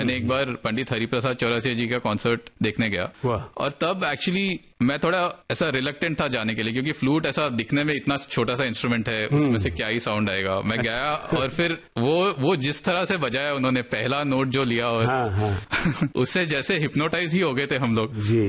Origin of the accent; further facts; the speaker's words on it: Mumbai, Maharashtra, India; तो एक्चुअली हुआ ऐसे कि बचपन में तो मैं मुंबई में ही था, मेरे पापा हिंदुस्तान पेट्रोलियम में इंजीनियर थे